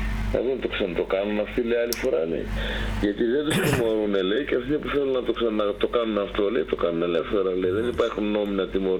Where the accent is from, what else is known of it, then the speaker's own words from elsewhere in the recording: Filyro, Central Macedonia, Greece; Φίλιρο Θεσσαλονίκης. Βόρεια Ελλάδα.